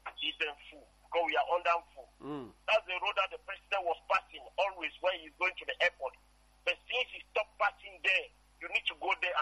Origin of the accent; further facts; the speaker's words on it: Lobe Estate, Southwest Region, Cameroon; I was born and grew up in his area. I was born in Lobe Estate.